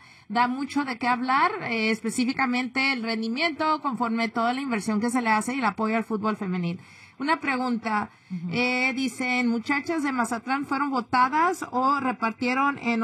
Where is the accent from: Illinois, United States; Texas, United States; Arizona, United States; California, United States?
Illinois, United States; Chicago; nosotros que somos de aquí de Chicago